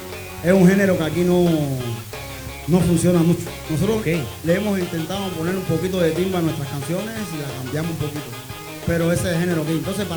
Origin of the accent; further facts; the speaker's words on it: Cuba; moved away; Yo soy cubano más norteño